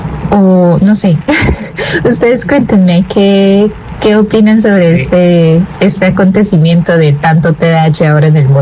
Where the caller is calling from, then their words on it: Guatemala; de Guatemala